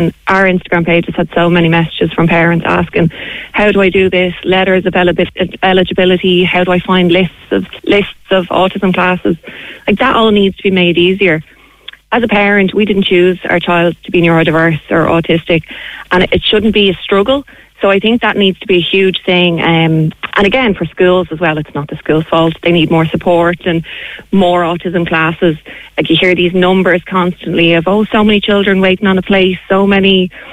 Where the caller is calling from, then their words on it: Ireland; Obviously, as an Irish citizen